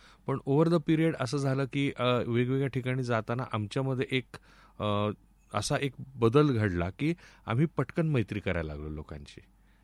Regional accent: Satara, Maharashtra, India; also born or lived in Karjat / Kolhapur; कर्जत. आणि त्यानंतर मग पुढे कोल्हापूरला 2 वर्ष आणि मग परत पुन्हा साताऱ्याला. असं वेगवेगळ्या ठिकाणी माझं बालपण गेलं.

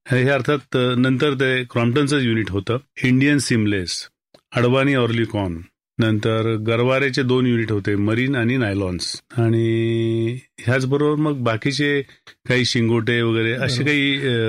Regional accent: Ahmednagar, Maharashtra, India; also born or lived in Karjat; मी नगरमध्येच जन्मलो. माझा जन्म गंगाधर गुणे आयुर्वेद हॉस्पिटल इथे झाला.

